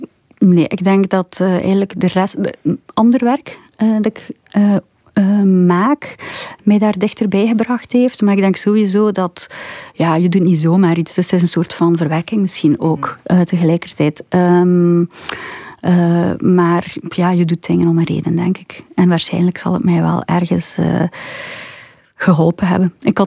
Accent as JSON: {"language": "Dutch", "town": "Ingooigem", "region": "Flanders", "country": "Belgium", "tie": "born there", "said": "De plaats waar Stijn Streuvels gewoond heeft. En dat is ook mijn geboortedorp eigenlijk in Gooichem."}